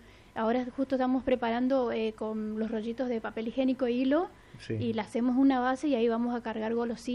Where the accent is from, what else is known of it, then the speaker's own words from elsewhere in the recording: Barranqueras, Chaco, Argentina; Hola, buen día … de Barranqueras, pero ahora estoy trabajando, me escapé.